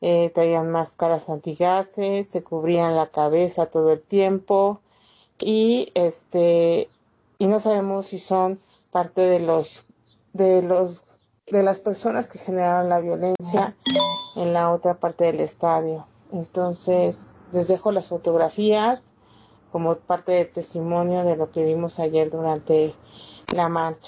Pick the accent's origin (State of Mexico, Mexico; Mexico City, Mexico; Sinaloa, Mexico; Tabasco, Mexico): Mexico City, Mexico